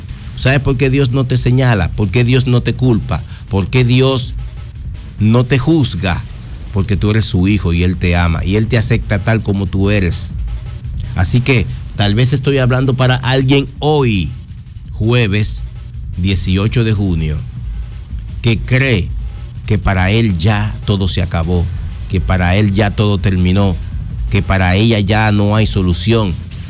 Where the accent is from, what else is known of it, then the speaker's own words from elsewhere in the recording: San Cristóbal, Dominican Republic; Yo que amo mi pueblo San Cristóbal